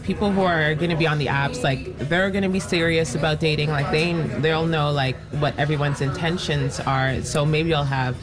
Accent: Toronto, Ontario, Canada; So growing up in Toronto, I learned pretty quickly

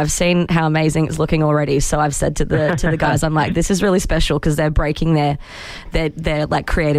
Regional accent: Ingham, Queensland, Australia; I'm actually originally from Ingham, which you're going to drive through.

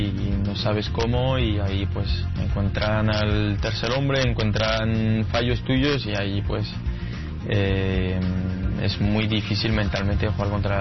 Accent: France; disfrutarlo como un fan de Francia, como un francés de más

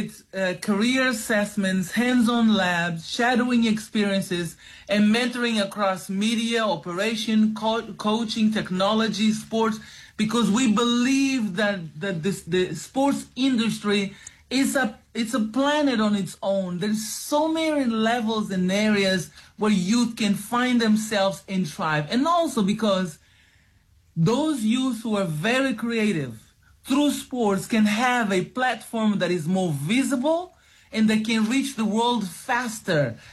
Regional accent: Mozambique; moved away; also born or lived in United States / Spain; I am from Mozambique.

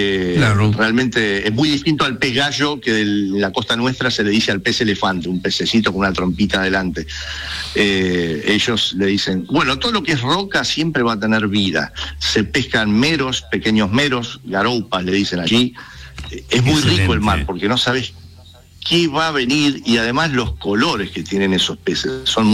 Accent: Argentina; Hola, soy de Argentina

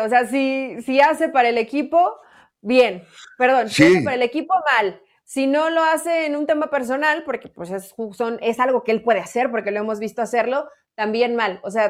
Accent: Mexico

